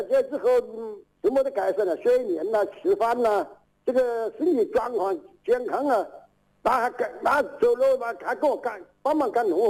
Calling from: Hanchuan, Hubei, China; 我汉川南河的。

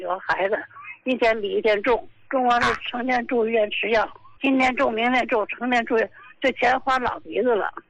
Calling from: Qinhuangdao, Hebei, China; 我是秦皇岛的，我今年68了。

